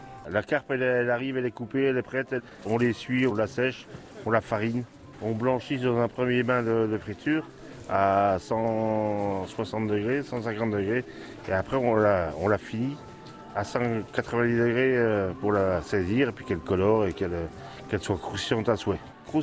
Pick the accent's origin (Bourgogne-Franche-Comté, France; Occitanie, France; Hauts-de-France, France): Bourgogne-Franche-Comté, France; Montbéliard; born there; je suis né à Montbéliard